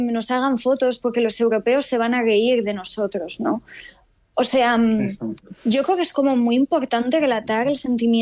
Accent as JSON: {"language": "Spanish", "country": "Morocco", "lives_now": "Spain", "said": "Los que vivimos en España y somos marroquíes seguimos atravesando calamidades en materia de extranjería"}